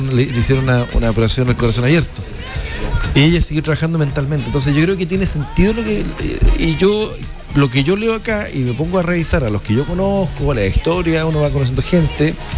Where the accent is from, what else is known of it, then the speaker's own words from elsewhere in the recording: San Pedro de la Paz, Biobío, Chile; Los que somos de San Pedro